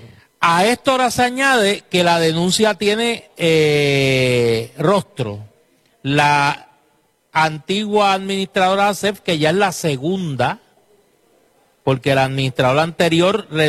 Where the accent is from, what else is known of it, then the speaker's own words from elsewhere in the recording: Caguas, Puerto Rico; No es un secreto que yo soy de Cagua.